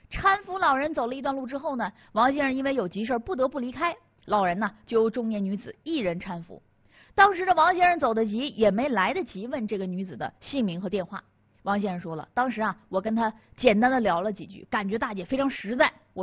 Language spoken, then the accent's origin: Chinese; Daqing, Heilongjiang, China; 让每一个咱们大庆人都感觉内心很温暖。